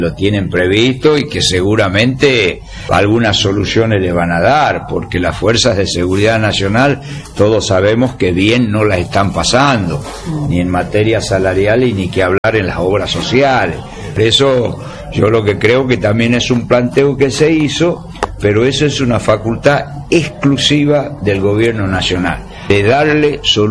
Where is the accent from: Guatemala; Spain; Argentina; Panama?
Argentina